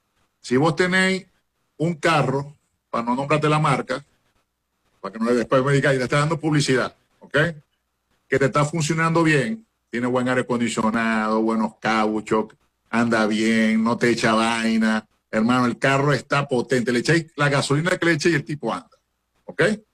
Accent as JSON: {"language": "Spanish", "country": "Venezuela", "said": "Trump no está pendiente de la mejor calidad de vida tuya y mía como venezolano."}